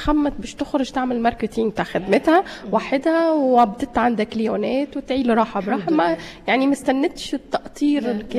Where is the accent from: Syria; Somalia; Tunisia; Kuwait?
Tunisia; Gafsa, Gafsa Governorate; بلادي قفصة.